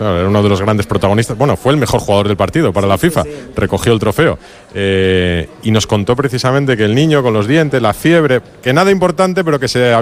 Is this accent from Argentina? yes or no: no; Extremadura, Spain; Hombre, Pedro, quiero decir, como extremeño, hacía creo que 24 años con un extremeño, no marcaba en un mundial